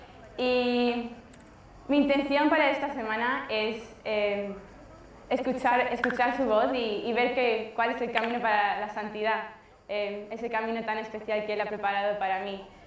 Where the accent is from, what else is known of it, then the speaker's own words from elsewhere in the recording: Santander, Cantabria, Spain; soy de Santander, España, y estoy aquí en Medjugorje